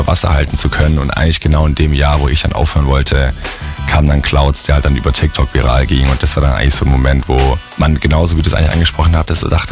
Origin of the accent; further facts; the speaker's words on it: Stuttgart, Baden-Württemberg, Germany; Ich bin aus dem Schwabenland, aus Stuttgart.